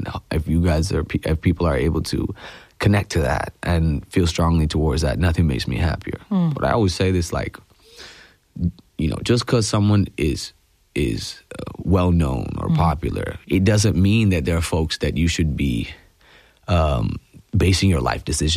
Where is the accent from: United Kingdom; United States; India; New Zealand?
India; first language Malayalam; English is a second language; we're out there in Mumbai, we're out there in Bangalore, which people don't speak Malayalam, which is my native tongue